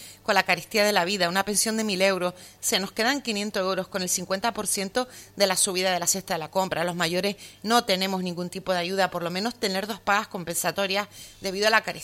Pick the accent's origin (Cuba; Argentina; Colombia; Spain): Spain; Canary Islands; Sí, como nacionalista canario reclamamos...